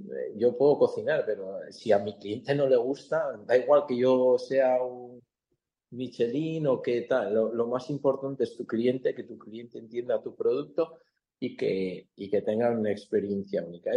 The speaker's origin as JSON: {"language": "Spanish", "town": "San Sebastián", "region": "Basque Country", "country": "Spain", "moved": "as an adult", "lives_now": "Singapore", "said": "Yo soy de San Sebastián y empecé a trabajar en San Sebastián"}